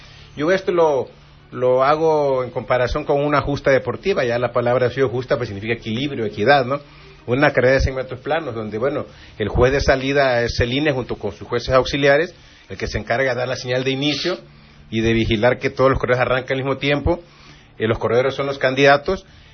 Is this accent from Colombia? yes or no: no; Mexico; Yo soy más mexicano que los nopales.